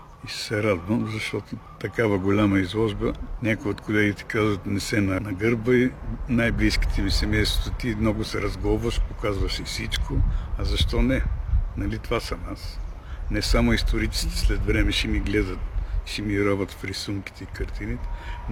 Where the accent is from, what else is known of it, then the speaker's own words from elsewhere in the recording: Sofia, Sofia City, Bulgaria; now in Petrich, Bulgaria; Аз не идвам от големия в кавички Петрич, аз си идвам от София.